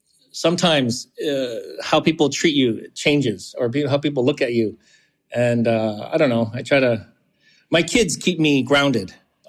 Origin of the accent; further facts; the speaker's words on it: Canada; We're all from Toronto, not all from Toronto, we're all from Canada, some of us are from Vancouver